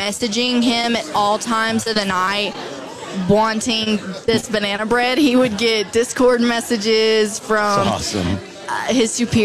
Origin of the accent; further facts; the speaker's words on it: Kentucky, United States; also born or lived in Texas / Chicago; Well, I'm from Kentucky. I'm from Kentucky. I've moved all over. I used to live in Texas, and so I used to live in Chicago.